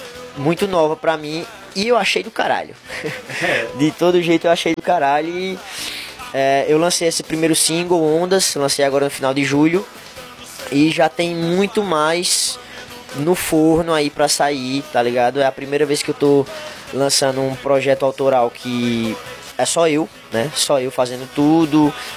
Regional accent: Northeast Region, Brazil; accent: nordestino; cantar com o nosso sotaque cheio de aquele sotaque nordestino puxadão mesmo

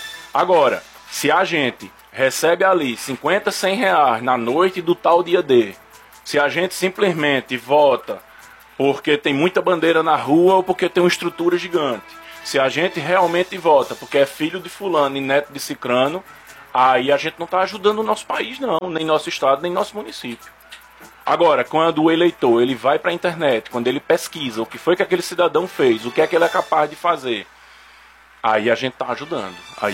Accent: Caruaru, Pernambuco, Brazil; Mas Caruaru é minha terra, eu cresci aqui, e é por ela que eu vou continuar lutando

